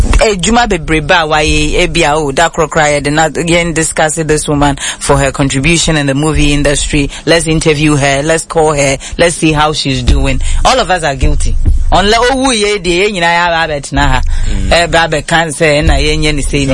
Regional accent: Ghana; When I nanka Nigeria, I am from Ghana.

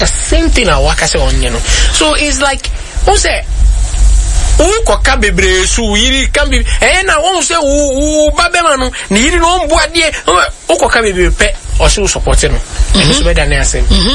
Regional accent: Nigeria; First, as a Nigerian

